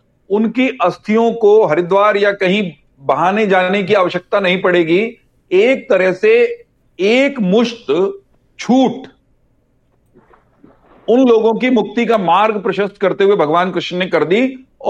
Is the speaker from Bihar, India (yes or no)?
no; Gondar, Haryana, India; born there; मेरे गांव गोंदर